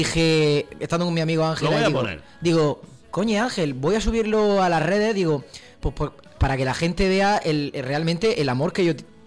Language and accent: Spanish; Alcantarilla, Region of Murcia, Spain; En Radio Sintonía de Alcantarilla, en mi pueblo.